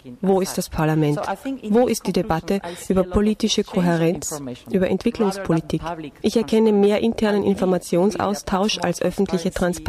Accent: Austria; Zum Beispiel ist es als Österreicherin sehr einfach, über die Fischereipolitik zu sprechen.

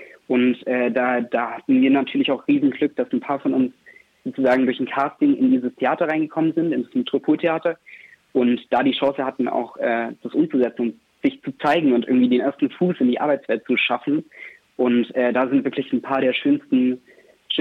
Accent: Reutlingen, Baden-Württemberg, Germany; accent: Swabian; Ich komme aus Reutlingen, ganz genau. Ah. Also da die Gegend, genau. Und von daher, ich kann Schwäbisch, aber es ist sehr eingerostet. Also ich lebe ja auch lange nicht mehr zu Hause.

